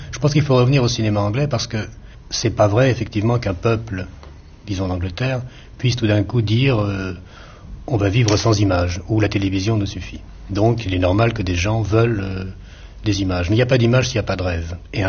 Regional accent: France; je parle en tant que Français

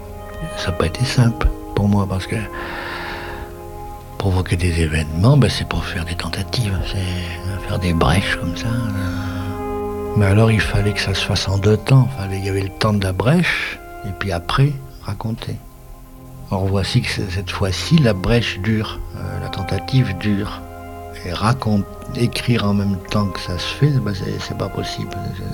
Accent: Bergues, Hauts-de-France, France; born there; à Bergue, ma ville natale, c'est une ville de...

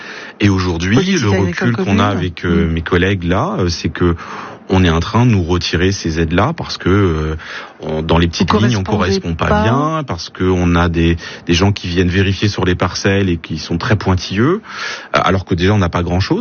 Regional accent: Brittany, France; Par exemple, chez moi en Bretagne, il y a des grandes serres où ils font des tomates en culture industrielle.

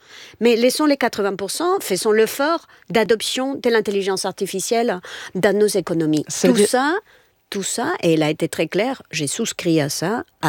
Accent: Spain; y inclus ici en France, y inclus chez moi en Espagne.

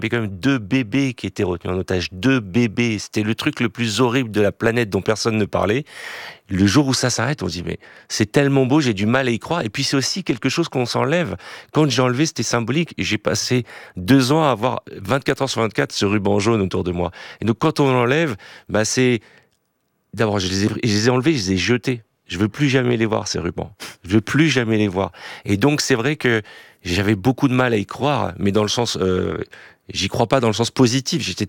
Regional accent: France; Je suis français, juif d'abord. Même si depuis quelque temps, on me parle souvent sous le prisme de ma judéité, je suis français avant tout.

